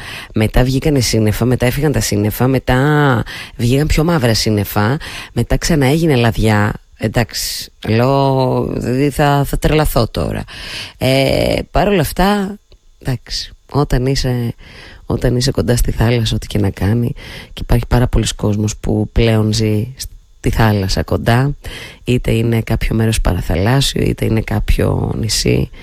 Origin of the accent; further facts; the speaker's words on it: Thessaloniki, Central Macedonia, Greece; μεγάλωσα στη Θεσσαλονίκη, σχετικά κοντά στη θάλασσα